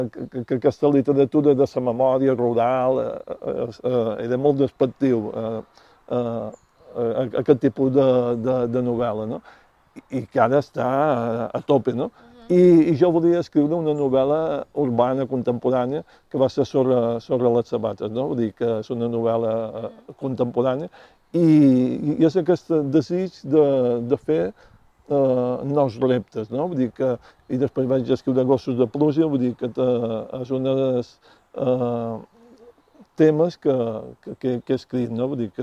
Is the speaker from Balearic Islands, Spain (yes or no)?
yes; Menorca, Balearic Islands, Spain; moved away; also born or lived in Barcelona; jo he viscut quasi 40 anys a Barcelona i jo me sent menorquí, xerra menorquí, la dona menorquina